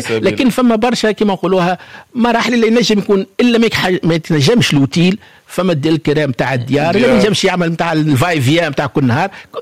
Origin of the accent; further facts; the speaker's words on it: Tunisia; حلوه يا بلدي تونس حلوه يا بلدي